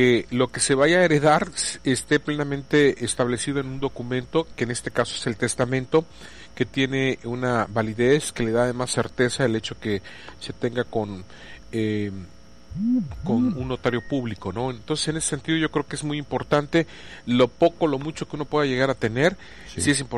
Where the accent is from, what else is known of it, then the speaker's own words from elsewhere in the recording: Mexico; como somos mexicanos lo dejamos todo a lo último